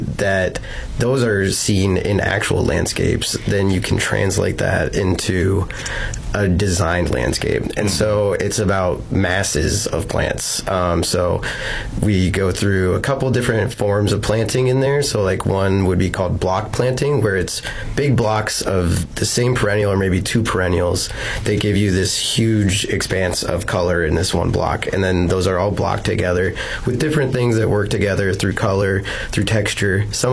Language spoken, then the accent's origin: English; Omaha, Nebraska, United States; Being born and raised in Omaha, like, I never saw one until I went to like one of these remnant prairies